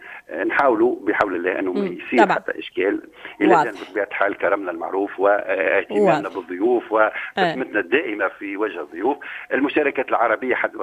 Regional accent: Majel Bel Abbès, Kasserine Governorate, Tunisia; هالبلاد اللي جات في غرب البلاد اللي جات محلية الجزائر اللي جات بين جبال

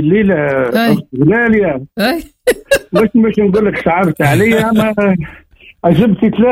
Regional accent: Ouled Haffouz, Sidi Bouzid, Tunisia; also born or lived in Sfax; أنا أصيل ولاية سيدي بوزيد وقريت في صفاقس عام 86-87 وأصيل بالحق أصيل معتمدية أولاد حفوز

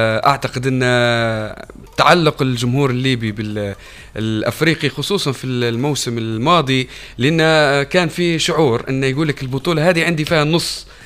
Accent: Libya; الناس عرفتني كليبي

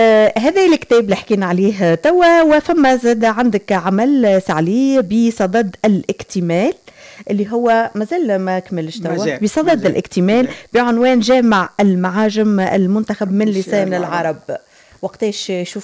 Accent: Gafsa Governorate, Tunisia; accent: Gafsa dialect; تجينا حتى فترات نخافوا على لهجتنا خما ننسوها نخافوا على لهجتنا خما معناها تندثر نحاولوا كيفاش معناها حتى اللي يتكلم شوية هكا وكا لا يتكلم قفصي

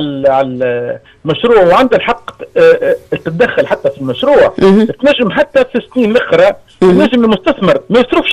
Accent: Tunisia; خلينا نقدر احنا بالدول اللي عندها نفس نفس النسيج الاقتصادي اللي عندنا في تونس.

